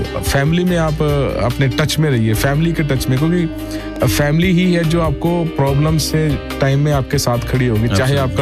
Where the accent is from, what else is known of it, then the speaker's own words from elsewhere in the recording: Anandpur Sahib, Punjab, India; हम लोग उसी धरती से हैं जहाँ पे इसकी शुरुआत हुई अनंतपुर साहिब तो अनंतपुर साहिब इज अवर तहसील पहले तहसील अभी नंगल है